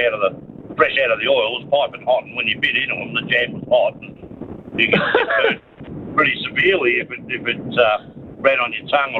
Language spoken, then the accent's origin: English; Melbourne, Victoria, Australia; No, I grew up in Melbourne. I live in Melbourne.